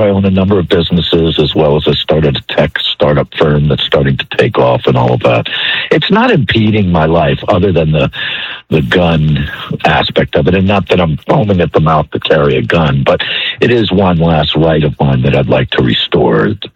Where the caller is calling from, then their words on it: Clearwater, Florida, United States; Clearwater.